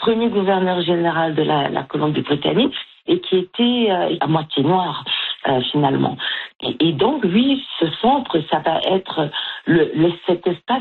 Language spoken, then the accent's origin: French; Cameroon; moved away as an adult; now in Victoria, Canada; Je viens du Cameroun.